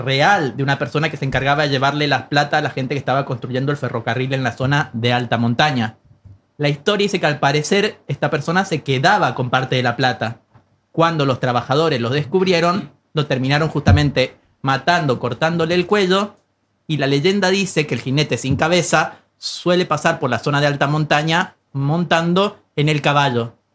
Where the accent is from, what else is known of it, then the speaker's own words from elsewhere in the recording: Uspallata, Mendoza, Argentina; now in Norway; yo soy de Uspallata.